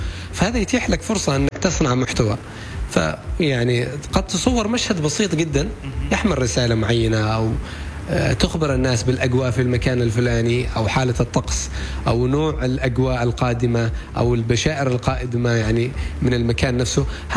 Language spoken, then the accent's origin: Arabic; Mirbat, Dhofar, Oman; أعتقد الأماكن اللي تحتاج شهرة مرباط فيها شواطئ خلابة، يعني أنا من أبناء البلد